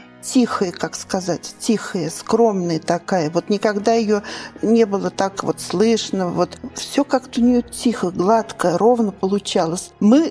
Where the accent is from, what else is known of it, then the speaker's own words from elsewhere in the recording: Nizhny Novgorod, Nizhny Novgorod Oblast, Russia; Я родом из города Горького. Родилась в рабочей семье.